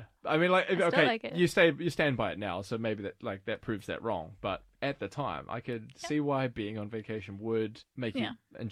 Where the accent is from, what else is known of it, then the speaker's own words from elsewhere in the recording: New Zealand; moved away as an adult; now in Sweden; I come from New Zealand